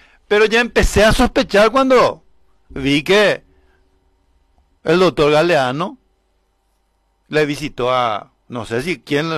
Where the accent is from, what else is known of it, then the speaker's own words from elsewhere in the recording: Paraguay; mi pueblo, que es el Paraguay